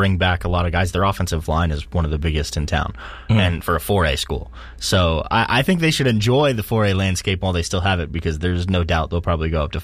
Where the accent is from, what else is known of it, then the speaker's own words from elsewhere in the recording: Sugar Land, Texas, United States; now in Tucson, United States; Yeah, he's from Missouri City. I'm from Sugar Land, probably about 10, 15 minutes apart.